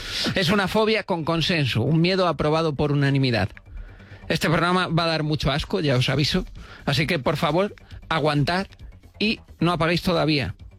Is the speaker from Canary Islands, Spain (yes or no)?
yes; Tenerife, Canary Islands, Spain; born there; Es que yo nací en Tenerife.